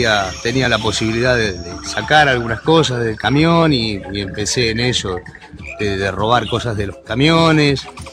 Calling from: Río Negro, Argentina; yo soy de Río Negro.

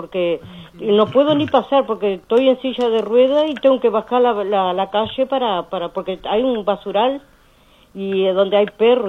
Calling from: Tacuarembó, Uruguay; yo vivo en Heriberto Pintos y García Payares, a la vuelta de Panadería Manera

